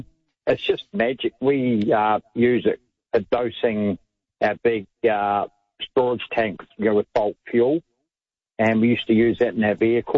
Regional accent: Victoria, Australia; I've got to run on my home state time, which is Victoria.

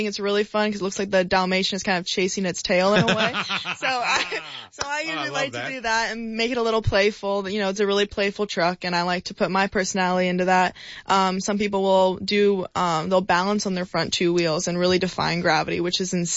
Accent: Switzerland; But I am originally from Switzerland, so I love a good cathedral, and I love always anything historical is what I like to look for.

